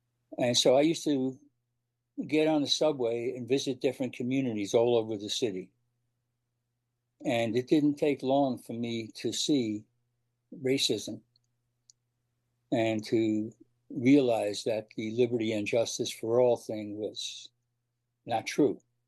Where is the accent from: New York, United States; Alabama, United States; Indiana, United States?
New York, United States; Long Island; moved away as an adult; I grew up in Long Island, and for the first 18 years of my life, I was incredibly patriotic.